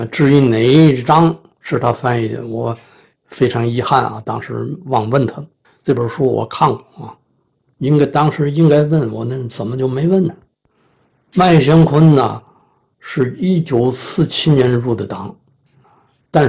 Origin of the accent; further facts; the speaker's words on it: Tianjin, China; 他知道我是天津人呢